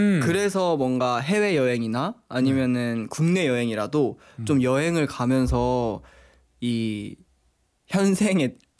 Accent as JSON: {"language": "Korean", "town": "Yeongdeok", "region": "North Gyeongsang", "country": "South Korea", "tie": "born or raised there", "said": "저는 고향이 영덕이에요."}